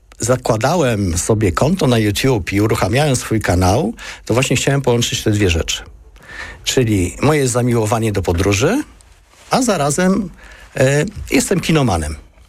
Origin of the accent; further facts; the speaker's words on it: Łódź, Łódź Voivodeship, Poland; ja jestem wychowankiem blokowiska łódzkiego